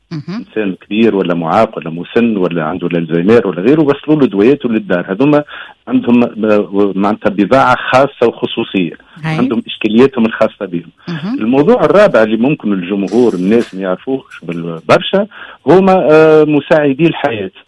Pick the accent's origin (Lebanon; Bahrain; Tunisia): Tunisia